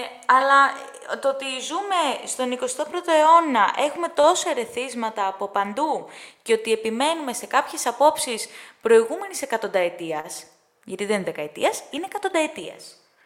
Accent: Greece; ούτε εμείς είμαστε Έλληνες Έλληνες, είμαστε τουρκόσποροι.

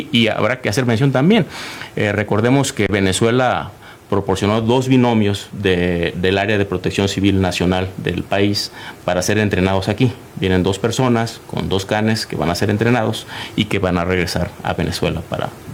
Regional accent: Mexico; Es un orgullo como mexicanos, como mexicanas, la oportunidad de estar en suelo extranjero

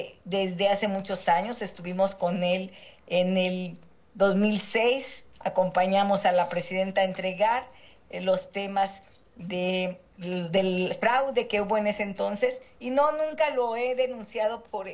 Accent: Guerrero, Mexico; Yo soy senadora afromexicana, soy de la Costa Chica, soy costeña y también pues me crié en la Tierra Caliente.

